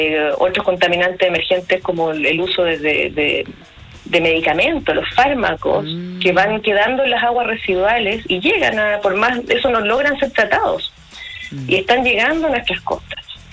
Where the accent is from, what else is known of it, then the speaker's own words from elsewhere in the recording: Valparaíso, Chile; yo por lo menos soy porteña y vivía aquí. Eso. Y antes uno pasaba por la costa y ni siquiera podía ver en Valparaíso, ¿no es cierto? La gran bahía de Valparaíso.